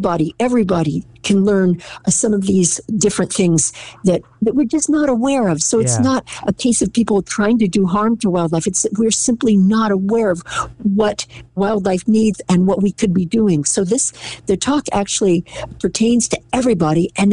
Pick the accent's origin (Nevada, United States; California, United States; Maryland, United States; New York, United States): California, United States; also born or lived in Philadelphia; In fact, I was born in Philadelphia and lived outside of Philadelphia. And then my family, my mother and father moved us to California when I was about 10, but I always wanted to come back to the East Coast.